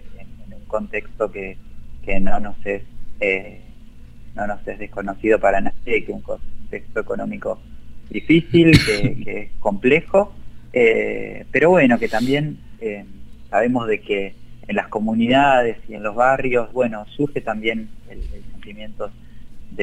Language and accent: Spanish; Carmen de Areco, Buenos Aires Province, Argentina; yo soy de Carmen de Areco